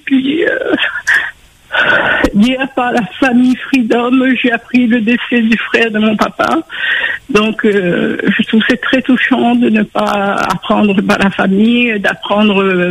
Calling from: Montauban, Occitanie, France; En principe, je vis à Montauban

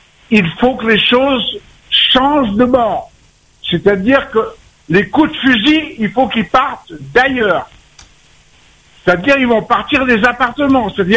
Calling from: Réunion; il y a plus de 30 ans que je suis à La Réunion.

